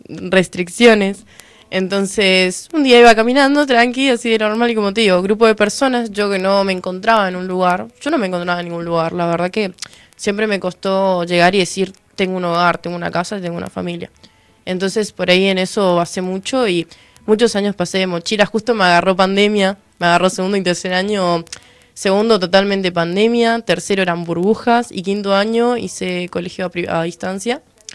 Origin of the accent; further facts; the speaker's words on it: Misiones, Argentina; Soy de Misiones